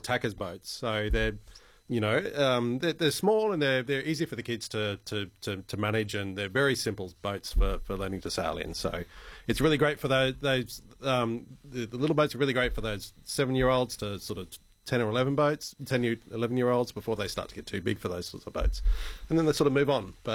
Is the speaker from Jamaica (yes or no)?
no; Gladstone, Queensland, Australia; also born or lived in South Australia; Well, so I actually grew up in Gladstone. So I was born in South Australia, but that's don't hold that against me. But so I grew up in Gladstone.